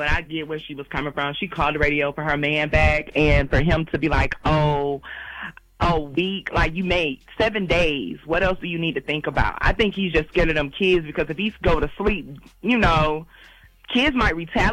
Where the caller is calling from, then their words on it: Atlanta, Georgia, United States; I'm calling from Atlanta, Georgia.